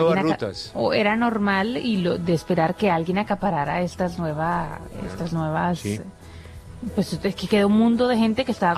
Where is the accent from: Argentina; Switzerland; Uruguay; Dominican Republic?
Dominican Republic; also born or lived in Miami Beach, United States; Yo tengo doble nacionalidad. Yo nací en Miami Beach. Simplemente que me crié en República Dominicana.